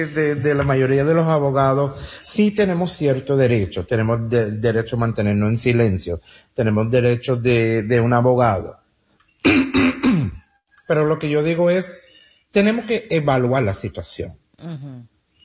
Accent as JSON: {"language": "Spanish", "country": "United States", "tie": "born there", "said": "Yo soy nacido aquí en los Estados Unidos y no tengo problema en decir"}